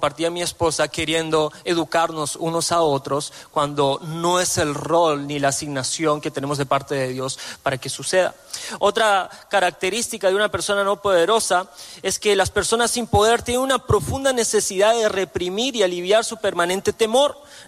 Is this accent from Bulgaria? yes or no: yes; Bulgaria; moved away; como buen búlgaro europeo del este